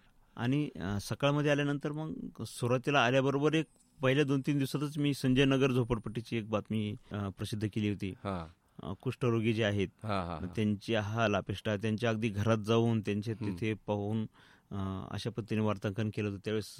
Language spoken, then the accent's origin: Marathi; Agadgaon, Maharashtra, India; खरं तर माझं बालपण आगडगाव, माझं गाव आहे आगडगाव नगर तालुक्यामध्ये, नगरपासून साधारण 20 किलोमीटर आहे.